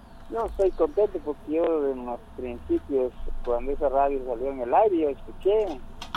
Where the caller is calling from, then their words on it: San Juan Sacatepéquez, Guatemala Department, Guatemala; Aquí en los Guates, San Juan, Zacatepeque.